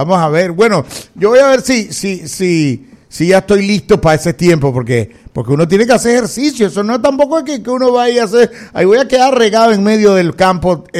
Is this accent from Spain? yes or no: no; Panama